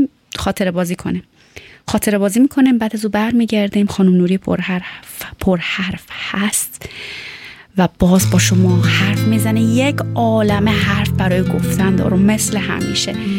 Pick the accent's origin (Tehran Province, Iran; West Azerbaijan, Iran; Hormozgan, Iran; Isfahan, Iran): Tehran Province, Iran; Tehran; چون همیشه گفتم متولد ایران هستم، خودم در کوچه پس کوچه های تهران میدیدم و سرگرم بازی و شیطنت و راه مدرسه